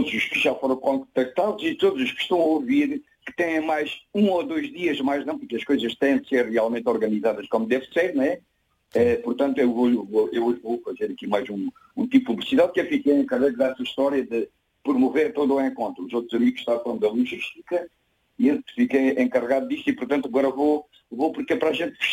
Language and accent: Portuguese; Almodôvar, Alentejo, Portugal; born there; nasci mesmo em Almodóvar.